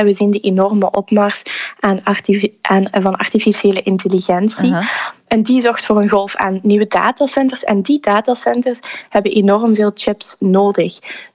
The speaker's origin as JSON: {"language": "Dutch", "country": "Belgium"}